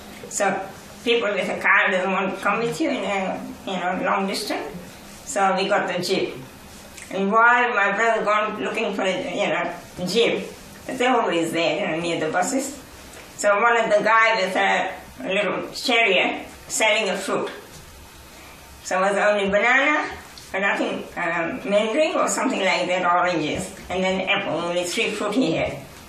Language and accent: English; New Zealand; and we said, I come from New Zealand.